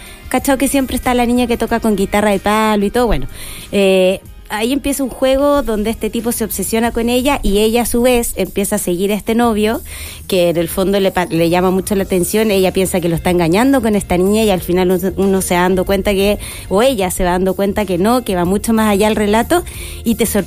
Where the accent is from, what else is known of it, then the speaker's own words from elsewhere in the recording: Chile; y también, por qué no, de cómo somos los chilenos enfrentados a distintas situaciones.